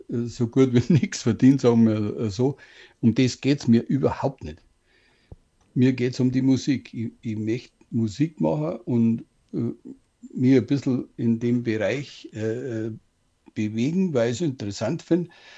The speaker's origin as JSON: {"language": "German", "region": "Bavaria", "country": "Germany", "accent": "Bavarian", "first_language": "Bavarian", "said": "in meiner Muttersprache bayerisch besser."}